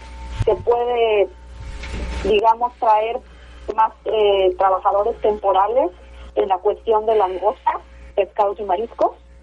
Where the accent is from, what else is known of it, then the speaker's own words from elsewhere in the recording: Querétaro, Mexico; moved away as an adult; now in New Brunswick, Canada; yo soy originaria de Querétaro, México, pero me hice ciudadana canadiense en el año de 2015.